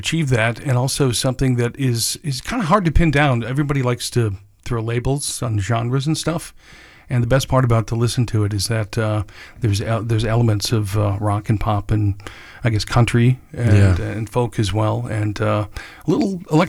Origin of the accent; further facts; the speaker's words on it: Minnesota, United States; those 30 belows from growing up in Minnesota